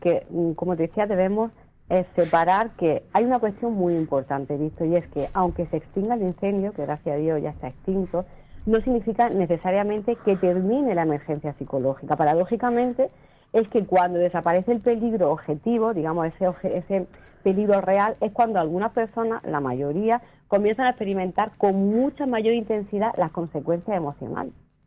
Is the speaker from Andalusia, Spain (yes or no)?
yes; Vélez-Rubio, Andalusia, Spain; Además, yo soy de Vélez Rubio, relativamente cerca.